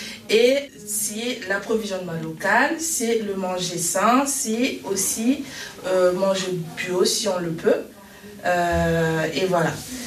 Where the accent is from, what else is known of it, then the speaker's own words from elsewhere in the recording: Voves, Centre-Val de Loire, France; Alors, comme vous l'aviez dit, je suis de l'Eure-et-Loire, plutôt à Voves, mais je travaille à Chartres.